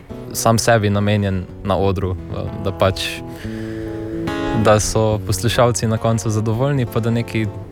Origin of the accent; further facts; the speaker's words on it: Celje, Savinja, Slovenia; iz Celja.